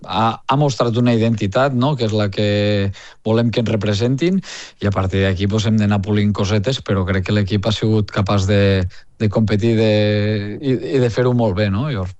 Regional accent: Lleida, Catalonia, Spain; jo sóc lleidatà

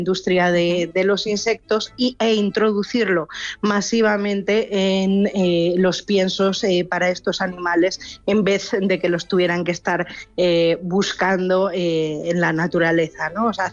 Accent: Salamanca, Castile and León, Spain; nosotros estamos muy orgullosos también como salmantinos, porque somos salmantinos

